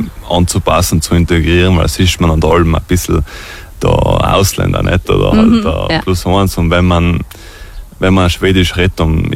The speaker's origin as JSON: {"language": "German", "region": "Trentino-Alto Adige", "country": "Italy", "moved": "yes", "said": "als Italiener, als Südtiroler"}